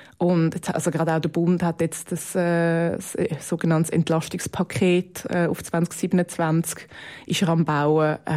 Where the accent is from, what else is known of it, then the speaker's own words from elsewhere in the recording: Zurich, Switzerland; also ich komme aus Zürich